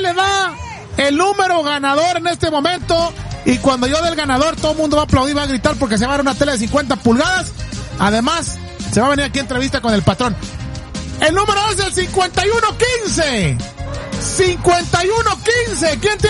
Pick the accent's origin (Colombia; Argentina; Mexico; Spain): Mexico; Zamora, Michoacán; ¡soy michoacano, señores! ¡Nacido y criado en Zamora!